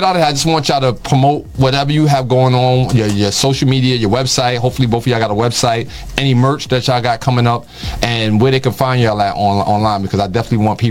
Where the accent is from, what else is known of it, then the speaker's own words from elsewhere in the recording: Bronx, New York, United States; I'm from the Bronx, right? I'm from the South Bronx back mm-hmm. in the days when they was burning buildings and all that.